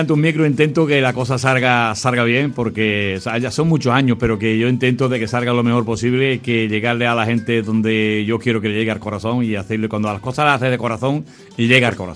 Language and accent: Spanish; Spain; born or raised there